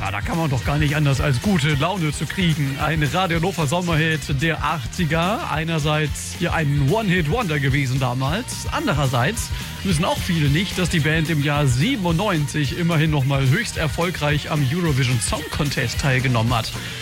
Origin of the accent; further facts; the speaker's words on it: Germany; das sage ich als Deutscher